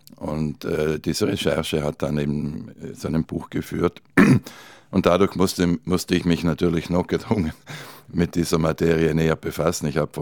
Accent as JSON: {"language": "German", "region": "Trentino-Alto Adige", "country": "Italy"}